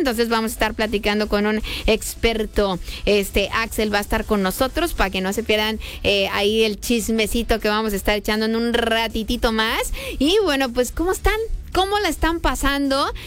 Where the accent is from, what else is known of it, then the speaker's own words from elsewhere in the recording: Mexico; Porque pues somos mexicanos